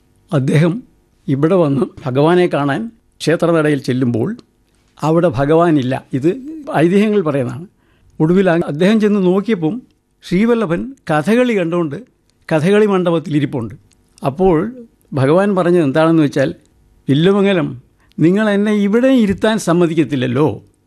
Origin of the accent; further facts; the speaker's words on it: Thiruvalla, Kerala, India; ഞാൻ ജനിച്ചു വളർന്നത് മധ്യ തിരുവിതാംകൂറിലെ തിരുവല്ല എന്ന് പറഞ്ഞ സ്ഥലത്താണ്.